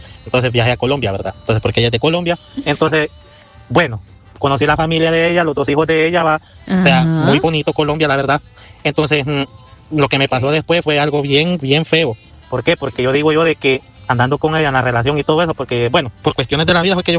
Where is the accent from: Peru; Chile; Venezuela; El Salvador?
El Salvador; Bueno, soy salvadoreño, obvio